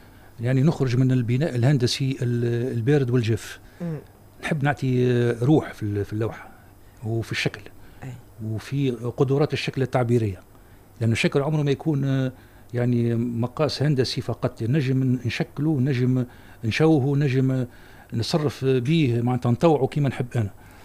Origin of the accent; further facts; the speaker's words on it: Tunisia; عندنا في تونس